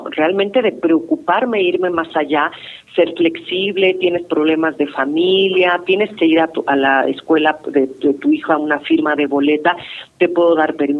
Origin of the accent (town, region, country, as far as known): Mexico